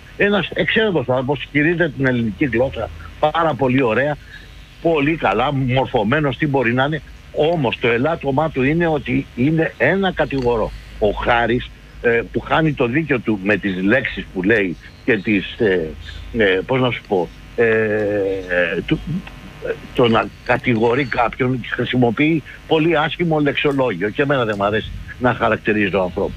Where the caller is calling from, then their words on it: Piraeus, Attica, Greece; από το Νέο Φάλιρο.